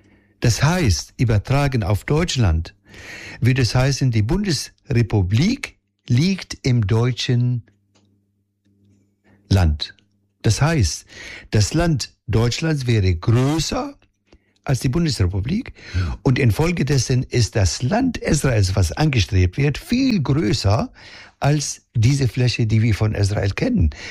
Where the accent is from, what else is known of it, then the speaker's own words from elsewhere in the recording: Palestine; now in Germany; als Palästinenser